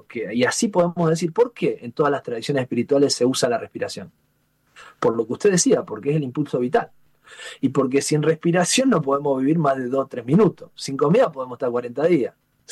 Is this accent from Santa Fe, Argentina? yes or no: yes; Rosario, Santa Fe, Argentina; la psicología que yo estudié en la universidad, en Rosario, en mi ciudad natal, no me enseñaba todas estas cosas.